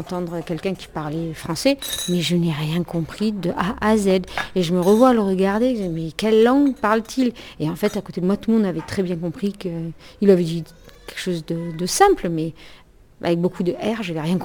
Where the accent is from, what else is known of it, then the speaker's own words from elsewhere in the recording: Occitanie, France; accent: Midi; Moi, j'ai l'accent du midi. Enfin, du midi. De l'Aude, on va dire.